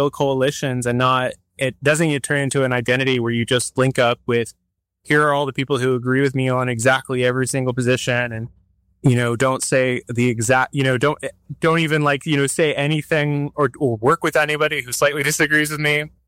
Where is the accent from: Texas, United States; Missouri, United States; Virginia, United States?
Texas, United States; born there; I was born in Texas.